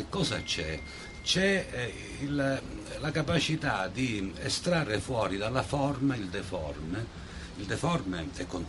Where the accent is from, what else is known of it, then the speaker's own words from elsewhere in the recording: Messina, Sicily, Italy; io sono di Messina, no? E si dice dei messinesi che siano buddaci.